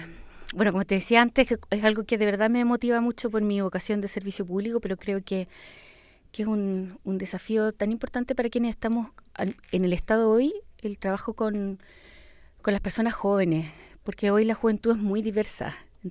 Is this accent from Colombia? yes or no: no; Valparaíso, Chile; soy trabajadora social de Valparaíso originaria, estudié en la Universidad de Valparaíso